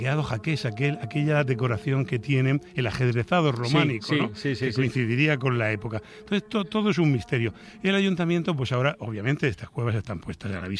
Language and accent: Spanish; Region of Murcia, Spain